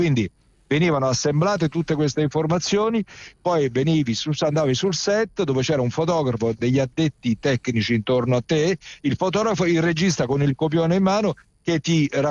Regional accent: Castellammare di Stabia, Campania, Italy; born there

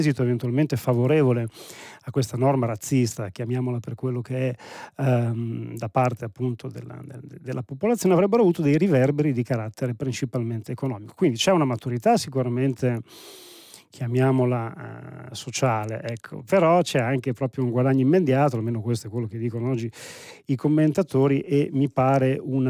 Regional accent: Bologna, Emilia-Romagna, Italy; io sono di Bologna ma origini mantovane

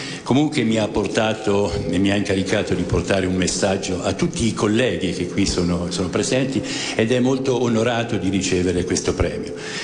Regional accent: Umbria, Italy; buongiorno a tutti. Io vengo dall'Umbria

